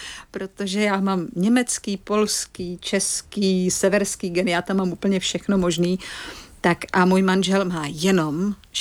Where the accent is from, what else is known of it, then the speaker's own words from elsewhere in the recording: Klatovy, Plzeň Region, Czechia; Anglicky, německy jsem měla němčinu naposlouchanou, protože jsem vyrostla v Klatovech.